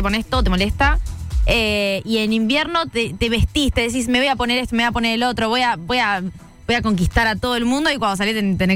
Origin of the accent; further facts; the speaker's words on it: Argentina